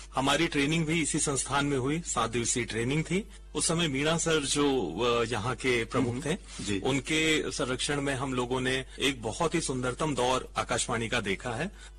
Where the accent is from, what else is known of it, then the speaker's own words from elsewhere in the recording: Betul, Madhya Pradesh, India; born there; मेरा बचपन, यहाँ की पढ़ाई मेरी हायर सेकेंडरी तक की बैतूल में ही हुई है। हम लोग मूल रूप से प्रतापगढ़ यूपी के रहने वाले हैं। पिताजी के जॉब यहाँ पर होने के कारण कुछ समय मेरा बैतूल में बीता